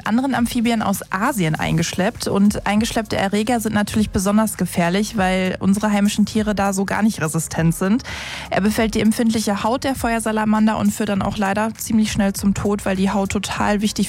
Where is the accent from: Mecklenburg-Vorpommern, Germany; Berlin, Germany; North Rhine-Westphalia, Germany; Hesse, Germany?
North Rhine-Westphalia, Germany; in Nordrhein-Westfalen und auch hier bei uns im Ruhrgebiet ist der Bestand halt schon massiv zurückgegangen